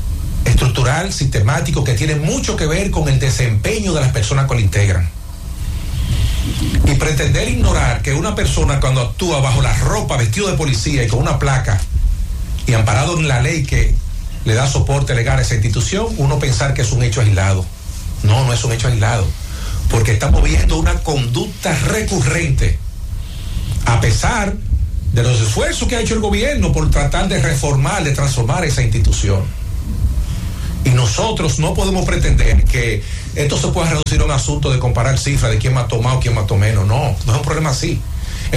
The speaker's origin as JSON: {"language": "Spanish", "country": "Dominican Republic", "said": "somos todos dominicanos."}